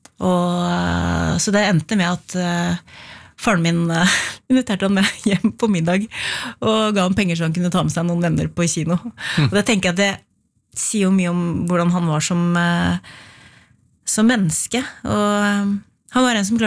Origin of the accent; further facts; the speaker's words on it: Re, Vestfold, Norway; Men jeg vokste opp I Re kommune på landet, utenfor Tønsberg.